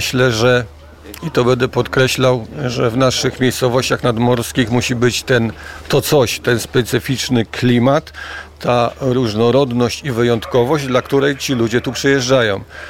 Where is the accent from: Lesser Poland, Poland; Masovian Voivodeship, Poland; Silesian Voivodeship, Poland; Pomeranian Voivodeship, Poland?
Pomeranian Voivodeship, Poland; Władysławowo; born there; Urodzony z dziada pradziada i muszę powiedzieć, że mam korzenie helskie, bo moim pradziadkiem, sołtysem był